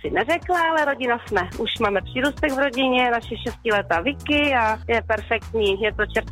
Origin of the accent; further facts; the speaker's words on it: Havířov, Moravian-Silesian Region, Czechia; Ano, z Havířova.